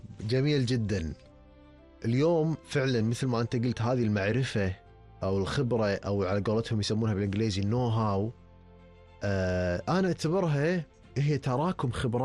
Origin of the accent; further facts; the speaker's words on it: Kuwait; إن نشارك إحنا من الكويت كمشاريع تجارية